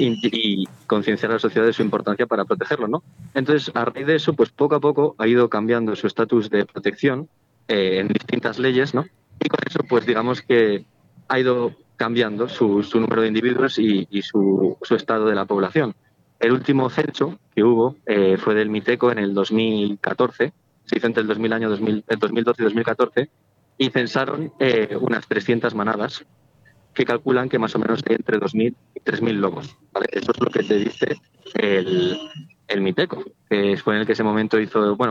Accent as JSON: {"language": "Spanish", "town": "Guadarrama", "region": "Community of Madrid", "country": "Spain", "said": "yo soy de Guadarrama, entonces soy compañero de la sierra y como bien sabéis, la sierra se encuentra conectada a Madrid mediante el transporte público, entonces estoy ahora volviendo en autobús a Guadarrama"}